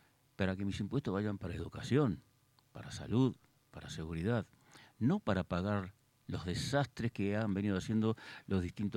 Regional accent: Argentina; yo como argentino

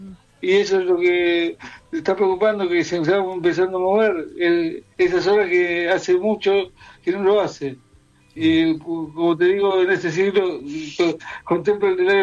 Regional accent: Argentina; Yo soy argentino y soy Air Boys, así que imagínate lo que sufrí.

